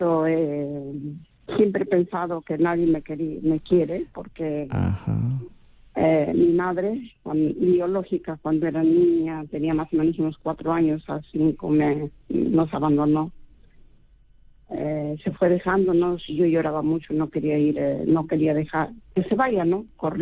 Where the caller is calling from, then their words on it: Trujillo, La Libertad, Peru; de Trujillo.